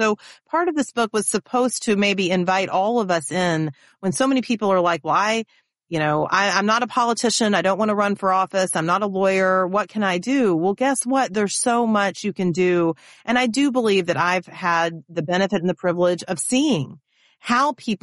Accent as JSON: {"language": "English", "region": "Texas", "country": "United States", "tie": "born or raised there", "said": "I grew up in Texas and I spent a lot of time in small towns in Texas. These are not the most progressive places in America."}